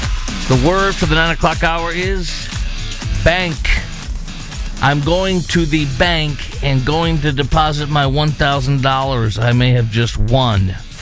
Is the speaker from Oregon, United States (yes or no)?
no; Chicago, Illinois, United States; now in Dallas-Fort Worth, United States; my hometown of Chicago